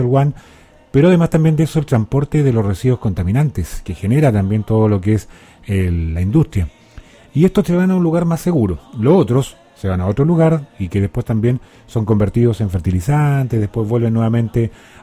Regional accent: Chile; nos identificamos como chilenos mismos

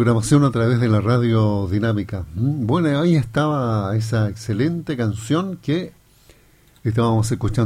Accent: Chile; tuve la oportunidad de conocer a … la capital de nuestro país hace un tiempo.

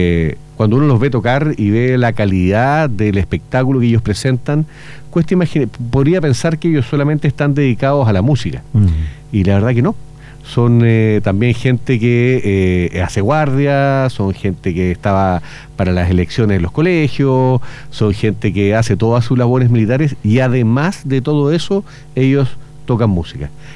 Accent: Chile; tiene que ser un motivo de orgullo para nosotros como chilenos

